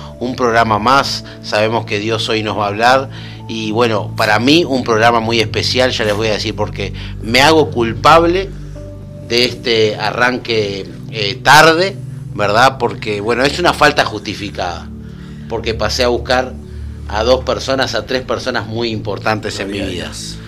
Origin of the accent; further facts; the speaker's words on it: Montevideo, Uruguay; born there; Yo soy al menos citadino de ciudad. Nací en Montevideo. Trabajo en el interior.